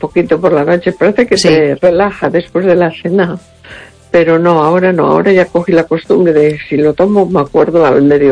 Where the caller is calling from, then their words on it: A Coruña, Galicia, Spain; de Coruña.